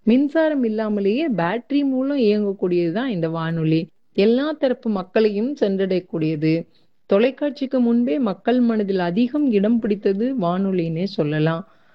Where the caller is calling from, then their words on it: Thoothukudi, Tamil Nadu, India; தூத்துக்குடியிலிருந்து